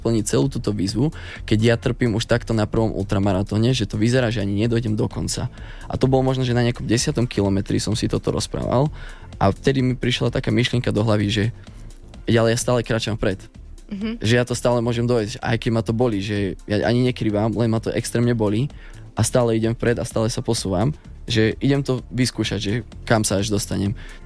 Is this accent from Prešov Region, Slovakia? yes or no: no; Žilina Region, Slovakia; u nás na Kysuciach